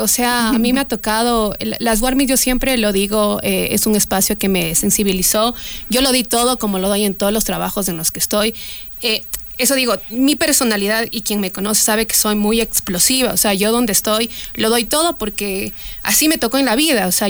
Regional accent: Ecuador; now in New Zealand; que valoremos como ecuatorianos

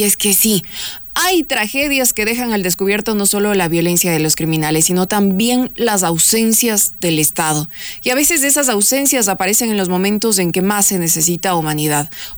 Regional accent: Ecuador; pendiente de lo que pasa en Ecuador, en nuestra provincia, en nuestra capital, en nuestro país.

